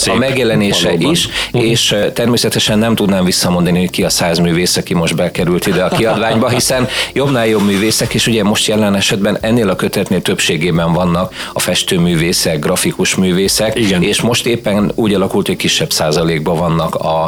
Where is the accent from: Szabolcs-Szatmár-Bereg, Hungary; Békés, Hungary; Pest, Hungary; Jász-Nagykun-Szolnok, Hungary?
Pest, Hungary; Tápiószele; ott van Tápjószele, mint szülővárosom, hiszen nekem ez elengedhetetlenül fontos, hogy amellett, hogy megismerjék az én előadó művészi munkámat, meg a tárogatót, tudja meg mindenki, hogy Pest megyéből honnan származom.